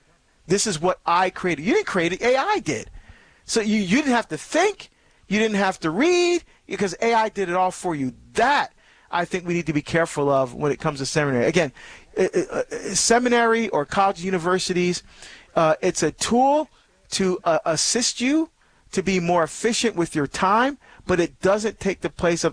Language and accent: English; New Jersey, United States; my home state of New Jersey is running the table today on the calls.